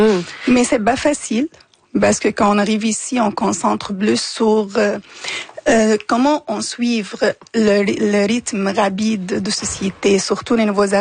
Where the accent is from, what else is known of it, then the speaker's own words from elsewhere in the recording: Damascus, Damascus Governorate, Syria; now in Canada; moi, je viens de Damas, une ville, elle est considérée la première ville bubulée dans l'histoire.